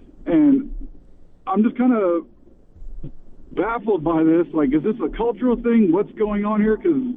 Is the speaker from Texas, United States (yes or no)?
yes; Texas, United States; Well, Father, I grew up in Fayette County, and West makes a decent kolache, but...